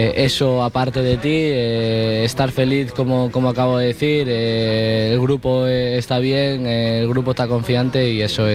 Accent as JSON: {"language": "Spanish", "region": "Extremadura", "country": "Spain", "tie": "born or raised there", "said": "he sentido muy, muy querido en Extremadura, la verdad. También cuando tengo la oportunidad de ir a mi pueblo, toda esa gente que te arropa"}